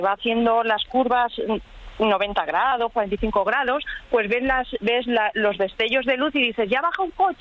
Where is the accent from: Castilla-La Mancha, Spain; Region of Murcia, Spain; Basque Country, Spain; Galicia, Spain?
Castilla-La Mancha, Spain; now in Burjassot, Spain; Burjasot, desde el infierno de Valencia, con esta humedad horrible.